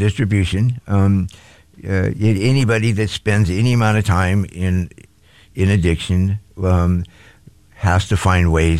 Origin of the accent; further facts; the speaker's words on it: Skagit County, Washington, United States; I grew up in Skagit County